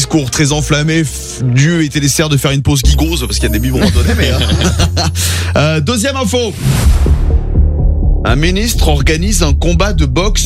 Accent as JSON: {"language": "French", "region": "England", "country": "United Kingdom", "said": "De toute façon, je suis anglaise. Va falloir que je boive ma première bière à un moment donné."}